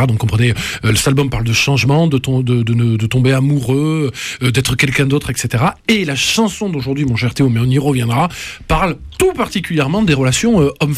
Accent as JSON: {"language": "French", "town": "Toulouse", "region": "Occitanie", "country": "France", "accent": "Toulouse"}